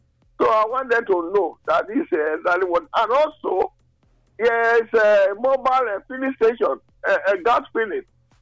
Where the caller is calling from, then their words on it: Benin City, Edo, Nigeria; from Benin.